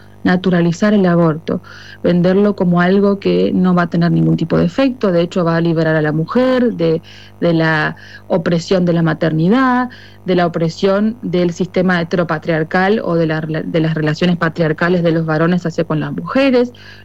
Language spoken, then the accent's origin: Spanish; Argentina